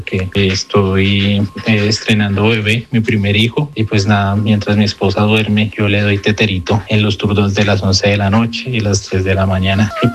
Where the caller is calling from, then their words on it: Bogotá, Bogotá Capital District, Colombia; aquí desde Bogotá, Colombia. Acá son las 11 de la noche